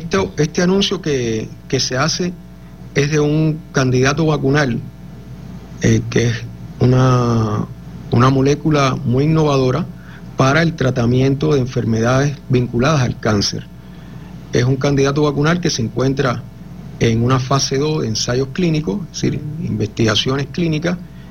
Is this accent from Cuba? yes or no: yes; Cuba; el pueblo de Cuba, mi pueblo